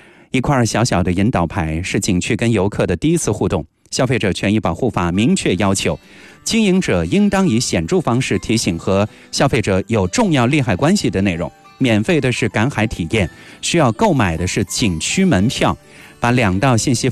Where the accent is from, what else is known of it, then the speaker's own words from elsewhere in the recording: Shuyang, Jiangsu, China; 我们沭阳的方言叫螃蟹流